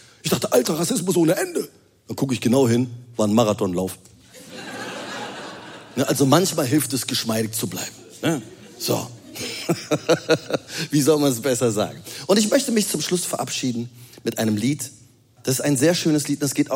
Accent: Rhineland, Germany; Als Rheinländer. Der Rheinländer, der bleibt ruhig.

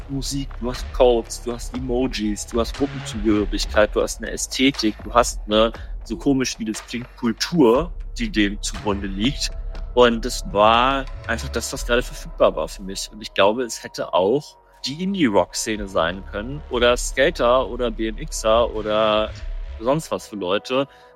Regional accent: Germany; Und dann war für mich die Frage, ja, okay, also ich bin Deutscher und was heißt das jetzt?

